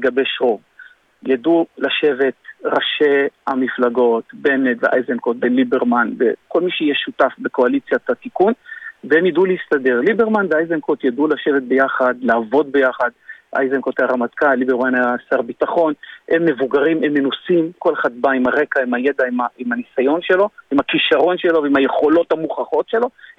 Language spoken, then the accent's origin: Hebrew; Beit She'an, Northern District, Israel; אני בא מהפריפריה, אני בא מבית שען